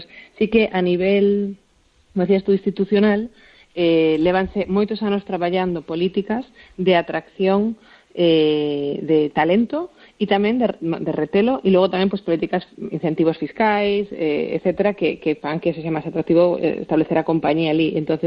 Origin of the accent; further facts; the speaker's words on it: Galicia, Spain; Pero a nivel galega, como galega falando